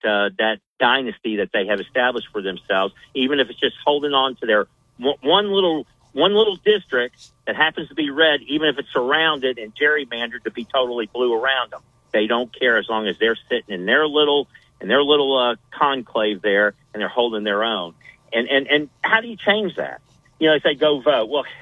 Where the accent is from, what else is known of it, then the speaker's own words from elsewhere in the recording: Georgia, United States; my state, my home state of Georgia.